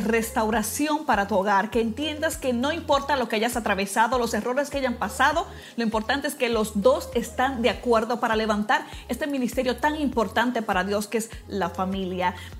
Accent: Dominican Republic

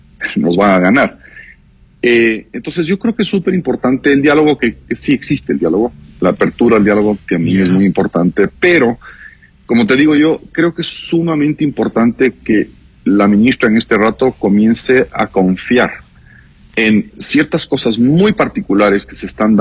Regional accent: Ecuador

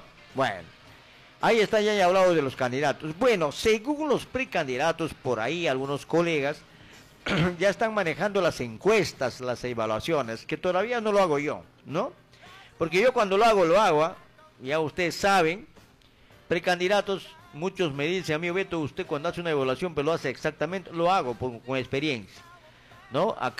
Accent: Ucayali, Peru; born there; yo nací aquí, estimo mi pueblo

